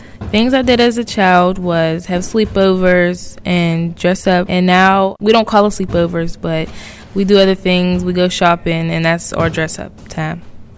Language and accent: English; Pittsburgh, Pennsylvania, United States; born there; I was born in Pittsburgh.